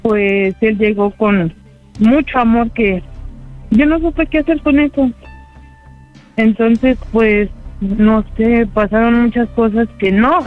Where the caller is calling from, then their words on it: Álvaro Obregón, Mexico City, Mexico; Soy del Álvaro Obregón.